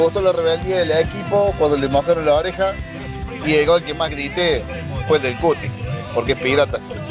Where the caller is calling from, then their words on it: Córdoba, Argentina; desde Córdoba